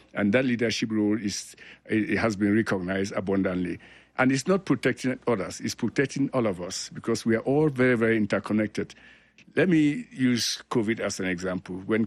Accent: Cameroon; born there; I was born in Cameroon

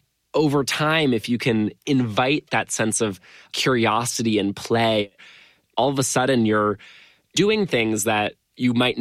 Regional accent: London, United Kingdom; I'm from London.

